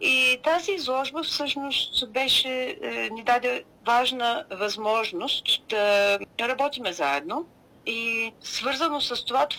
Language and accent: Bulgarian; Razgrad, Razgrad Province, Bulgaria; moved away as an adult; now in Istanbul, Turkey; когато бях на 18 години, трябваше да напуснем родния ми град, който е Разград, и родната ни къща. И просто се намерихме в един друг град, в Истанбул, в Турция, където все още живея и преподавам.